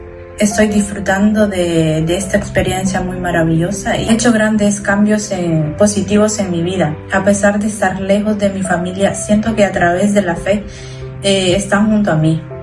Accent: Honduras; now in San Sebastián, Spain; soy de Honduras

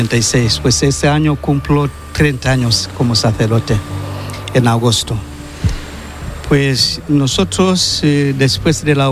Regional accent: Njombe, Tanzania; Spanish is a second language; Soy de Tanzania, de la diócesis de Njombe

